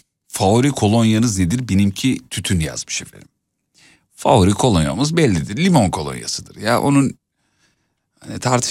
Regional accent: Ankara, Turkey; Erhan niye böyle yapıyorsun? Ankaralıyım ben. Anlamıyor musun?

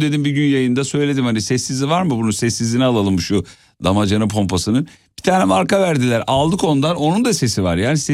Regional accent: İzmit, Kocaeli, Turkey; now in Istanbul, Turkey; ben İzmit'te doğdum büyüdüm. İzmit'te su çeşmeden içilir mesela.

